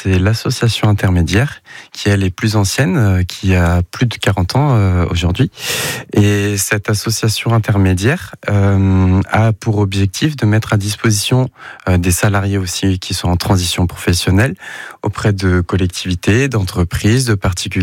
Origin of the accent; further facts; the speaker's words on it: Brittany, France; moved away as an adult; also born or lived in Beauvais; now in Lesneven, France; Breton pur beurre qui a voyagé, comme beaucoup. J'ai fait mes études au lycée à Cornouailles